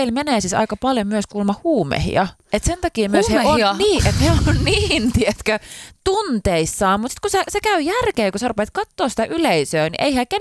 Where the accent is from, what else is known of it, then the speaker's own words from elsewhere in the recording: Muurame, Central Finland, Finland; Mäkin olen kasvanut siellä Jyväskylässä Muurameen lähellä, niin siellä on aika paljon sellaista niittymaisemaa.